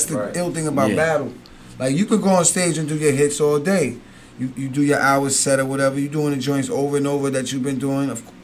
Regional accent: Alabama, United States; Because I'm from Alabama. My whole family's from Alabama. So I love the South.

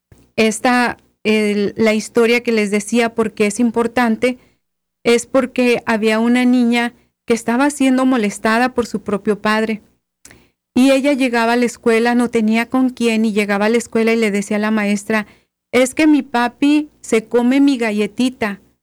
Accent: Mexico; como estas cosas que regularmente nosotros como latinos o como mexicanos tendemos a hacerlos.

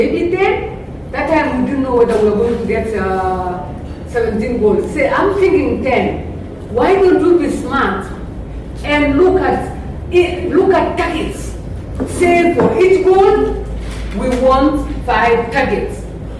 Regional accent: Kenya; knowing that I came from Kenya

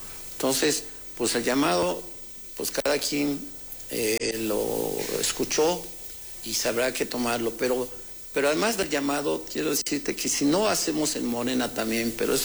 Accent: State of Mexico, Mexico; Yo, como soy del Valle de México, del altiplano, del centro, en particular del Estado de México, a lo mejor nunca en nuestra región se habla de eso, de la doble nacionalidad.

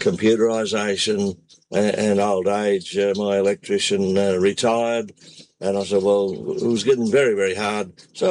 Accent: Capella, Queensland, Australia; I'm Australian. I'm the Ampol man of Capella and of central Queensland

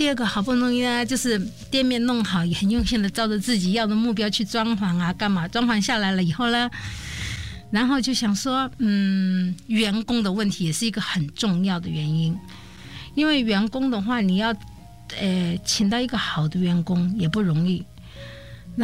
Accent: Hunan, China; moved away as an adult; now in Taiwan; 虽然我是湖南人

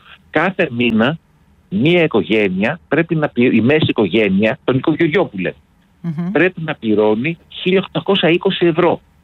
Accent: Patras, Western Greece, Greece; Εδώ. Πάτρα.

